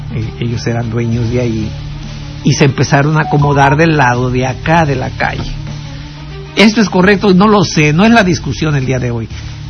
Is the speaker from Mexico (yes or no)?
yes; Mexico